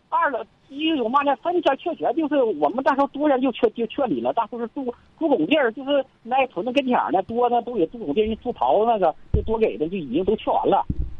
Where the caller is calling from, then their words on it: Heilongjiang, China; 我是黑龙江的